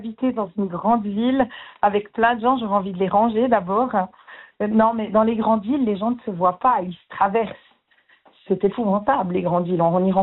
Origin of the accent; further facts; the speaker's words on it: Jura, Switzerland; accent: Jura; moi je parle français avec un accent du Jura